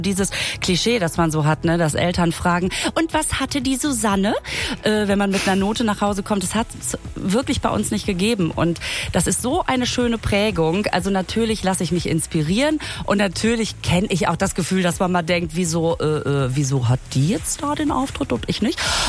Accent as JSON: {"language": "German", "town": "Münster", "region": "North Rhine-Westphalia", "country": "Germany", "tie": "born or raised there", "said": "da spiele ich mein Solo in Münster, in meiner Heimatstadt"}